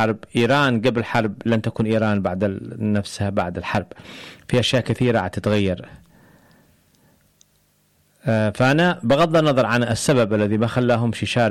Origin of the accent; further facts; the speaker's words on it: Yemen; فأين الموقع، موقعنا إحنا كيمنيين من الأوضاع هذه؟